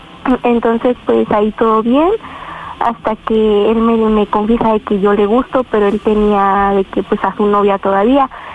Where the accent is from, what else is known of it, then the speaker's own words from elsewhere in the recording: State of Mexico, Mexico; Tengo 13 años y soy del Estado de México.